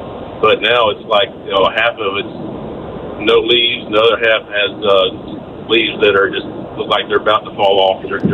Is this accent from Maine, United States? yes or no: no; Georgia, United States; I'm from Gwinnett County, so I didn't get any traffic.